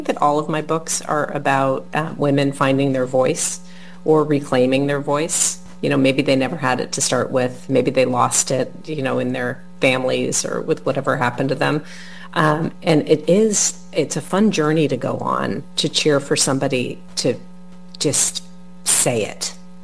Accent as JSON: {"language": "English", "town": "Rye", "region": "New York", "country": "United States", "tie": "born or raised there", "said": "I'm starting in Rye, New York, which is my hometown where I raised my family"}